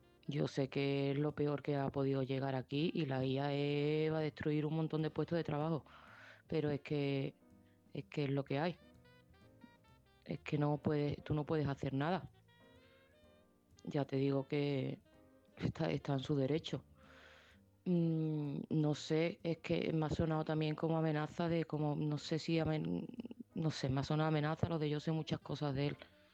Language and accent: Spanish; Seville, Andalusia, Spain